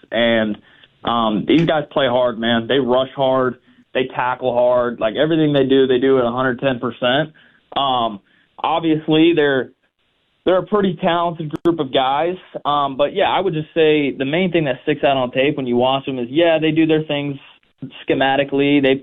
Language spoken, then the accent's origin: English; Georgia, United States; I couldn't tell you how many Saturdays growing up in Georgia at different ballparks or really across the entire Southeast just playing different baseball